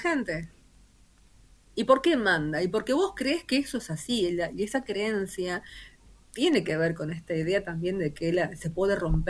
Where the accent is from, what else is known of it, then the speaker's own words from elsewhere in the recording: Argentina; cuántos millones somos de argentinos